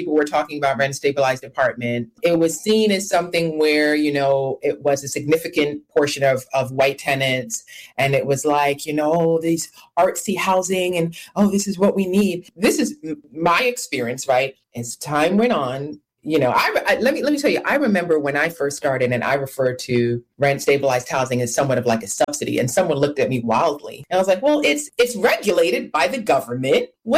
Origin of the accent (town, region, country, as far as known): Brooklyn, New York, United States; born or raised there